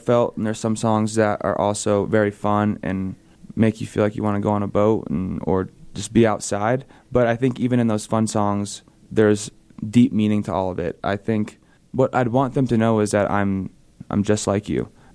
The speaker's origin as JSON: {"language": "English", "town": "Bradenton", "region": "Florida", "country": "United States", "said": "There's not a lot to do on the island. We're from Anna Maria Island, Bradenton, Florida."}